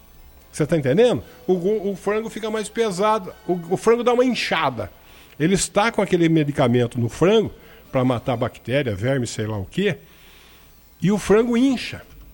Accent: Araraquara, São Paulo, Brazil; No meu tempo de moleque, eu tô falando aqui de Araraquara, nossa, era bike o dia inteiro.

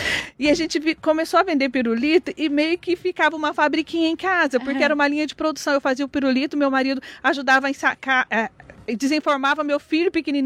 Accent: Minas Gerais, Brazil; como boa mineira, né?

